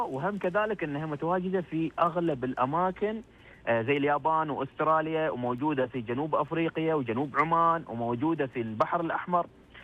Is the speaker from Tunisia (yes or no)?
no; Saudi Arabia; وعندنا في الشمال منطقة تبوك واملج.